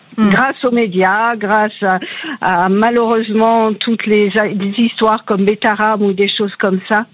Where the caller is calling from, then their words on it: Saint-Étienne, Auvergne-Rhône-Alpes, France; Alors moi je vous appelle de Saint-Étienne.